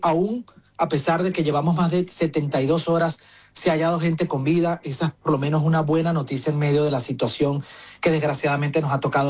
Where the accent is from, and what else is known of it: Venezuela